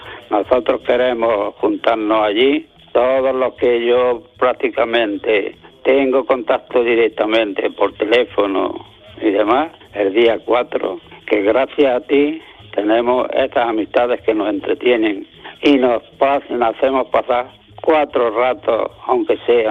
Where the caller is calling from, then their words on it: Almuñécar, Andalusia, Spain; Hola, Manolo … de Almuñécar, de la Peña del Aguacate.